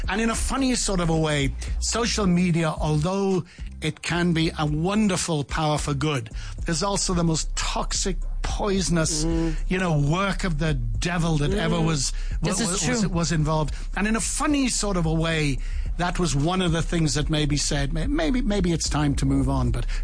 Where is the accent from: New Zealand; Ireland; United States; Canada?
Ireland; moved away as an adult; now in South Africa; I was used to sort of growing up in Ireland and in bars where you had chats and arguments